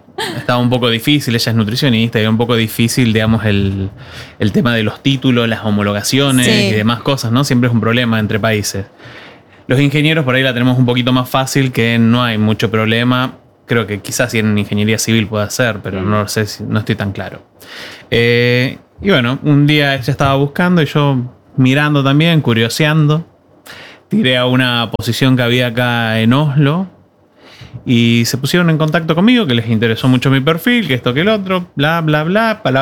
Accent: Tierra del Fuego, Argentina; moved away as an adult; also born or lived in Tucumán / Rosario; now in Norway; Soy tucumano, me crié en Tierra del Fuego y después, bueno, en la universidad donde conocí a mi esposa y demás, en Rosario.

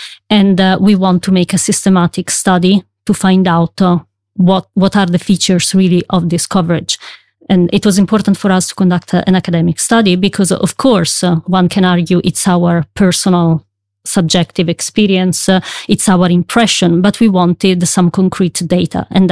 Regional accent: Italy; now in Norway; I'm originally from Italy.

